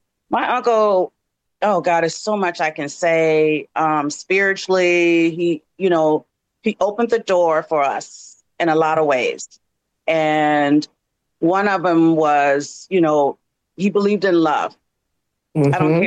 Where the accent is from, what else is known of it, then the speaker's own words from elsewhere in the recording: Oakland, California, United States; born there; I was born in Oakland.